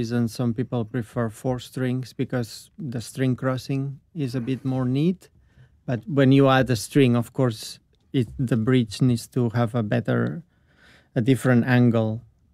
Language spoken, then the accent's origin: English; Catalonia, Spain; now in New Zealand; I'm from Catalonia, yes.